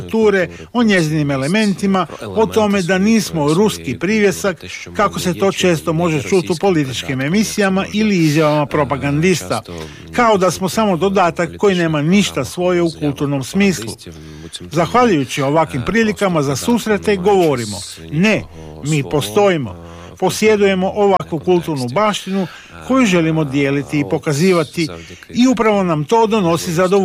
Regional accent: Ukraine; Croatian is a second language; Баш као і Хрвати, і ми смо українці. Імамо храбрості бити свої і розговарати з світом кроз власниту культуру.

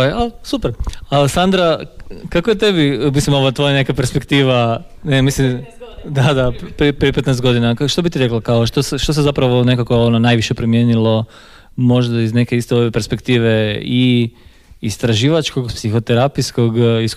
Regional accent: Poreč, Istria County, Croatia

